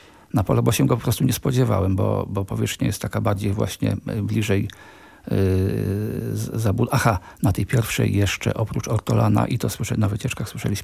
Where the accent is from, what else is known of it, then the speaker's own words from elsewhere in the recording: southern Podlasie, Poland; born there; Ja pochodzę z południowego Podlasia, z nad rzeki. Mieszkałem nad rzeką Krzną i tak się czuję jedną nogą Poleszukiem